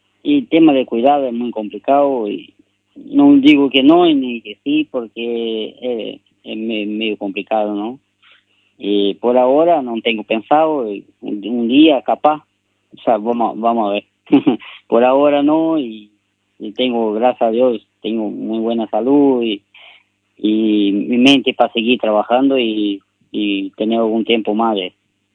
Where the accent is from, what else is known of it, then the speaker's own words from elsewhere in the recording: Brazil; now in Uruguay; La verdad que yo me siento como un uruguayo más, puede ser brasileño, pero hace 19 años que estoy acá, y me siento como un uruguayo más